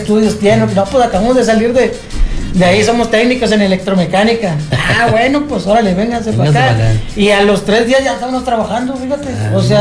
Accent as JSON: {"language": "Spanish", "town": "Morelos", "region": "Coahuila", "country": "Mexico", "tie": "born or raised there", "said": "yo soy de ahí, de Morelos, 100% de Morelos Coahuila, ahí … muy conocido ahí"}